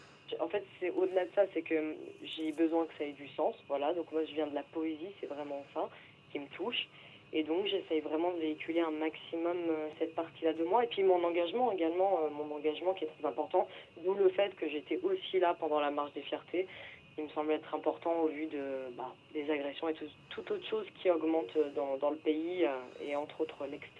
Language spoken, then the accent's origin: French; Limoges, Nouvelle-Aquitaine, France; je viens de Limoges à la base